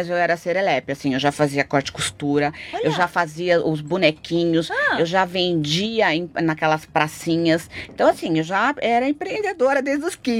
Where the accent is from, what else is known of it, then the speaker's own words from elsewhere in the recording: Ilhabela, São Paulo, Brazil; porque eu fui criada na Ilha Bela, né? Então, assim, fui criada com a natureza.